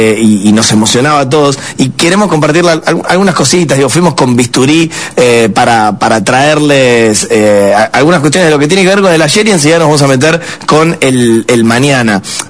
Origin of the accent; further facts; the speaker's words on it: Argentina; no lo estamos diciendo porque somos todos argentinos